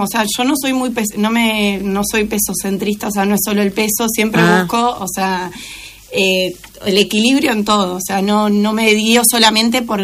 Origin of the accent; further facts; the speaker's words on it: Lobos, Buenos Aires Province, Argentina; born there; moved away as an adult; now in Bolívar, Argentina; No, soy nacida en Lobos, pero uh-huh, bueno, me fui a estudiar a Capital y me quedé viviendo allá.